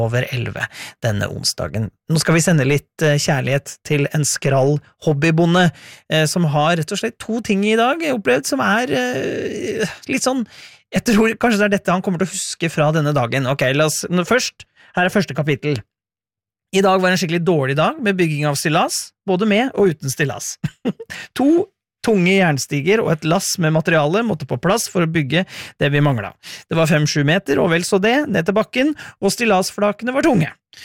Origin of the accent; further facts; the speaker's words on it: Innlandet, Norway; for jeg kommer fra Hedmarken, og det jo en veldig fin dialekt, men jeg tar det etter slik til vanlig.